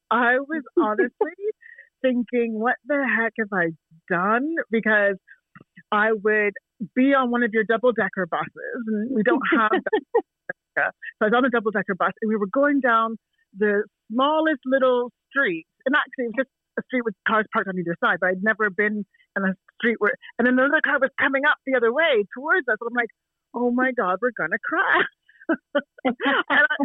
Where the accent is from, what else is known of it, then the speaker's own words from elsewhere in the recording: Toronto, Ontario, Canada; accent: Canadian; moved away as an adult; also born or lived in California; now in United Kingdom; I have a Canadian accent.